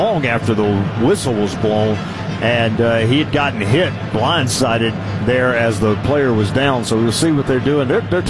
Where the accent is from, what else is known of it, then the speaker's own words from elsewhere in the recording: the South, United States; accent: Southern; Don't tell me I'm losing my southern